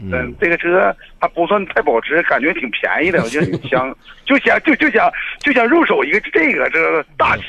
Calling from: Harbin, Heilongjiang, China; 我是哈尔滨的，我是哈西的，

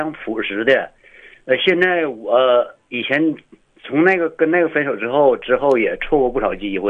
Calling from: Shenyang, Liaoning, China; 因为我是沈阳人

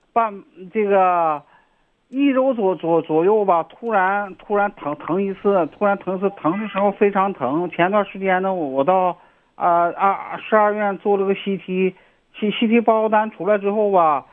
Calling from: Harbin, Heilongjiang, China; 我是哈尔滨的患者。

